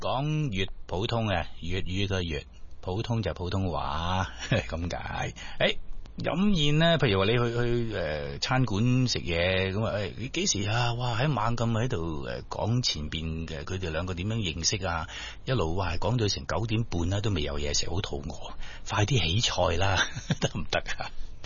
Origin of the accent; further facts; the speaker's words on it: Guangdong, China; 咁我哋广东人咧就讲，唉，真系发毛。